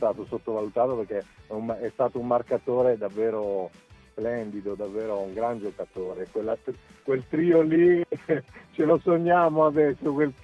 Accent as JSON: {"language": "Italian", "region": "Apulia", "country": "Italy", "said": "questa partita qua con il Lecce, te lo dico da pugliese, il Lecce andrà con il coltello tra i denti"}